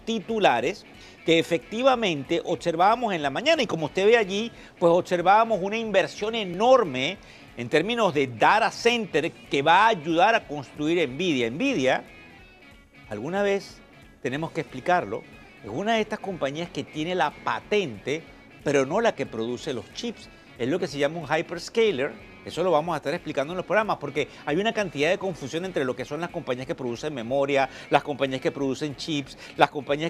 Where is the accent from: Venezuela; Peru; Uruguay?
Venezuela; Como ustedes saben, yo soy el venezolano de la Tribuna de Negocios Televisión.